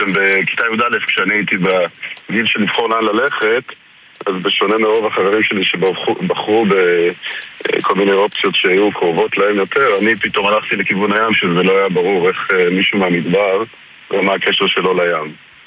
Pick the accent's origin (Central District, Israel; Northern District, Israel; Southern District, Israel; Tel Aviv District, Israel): Southern District, Israel; also born or lived in Krayot (Haifa area); בגיל צעיר אנחנו עברנו מהקריות לדרום, אז קצת גדלתי יותר במדבר